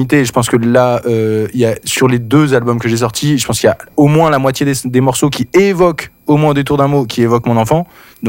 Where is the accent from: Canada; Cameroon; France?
France; Hauts-de-France; born there; c'est le nom d'une rivière qui coule là où près de là où je suis né dans le Pas-de-Calais en Artois.